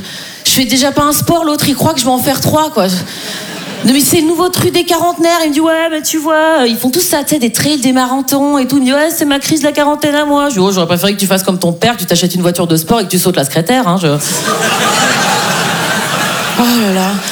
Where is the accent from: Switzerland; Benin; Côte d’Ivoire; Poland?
Switzerland; parce que je suis suisse. Donc en vrai, je dis 90.